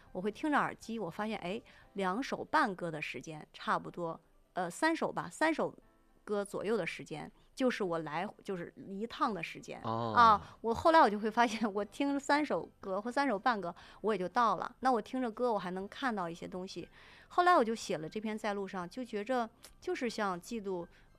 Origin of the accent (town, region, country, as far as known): China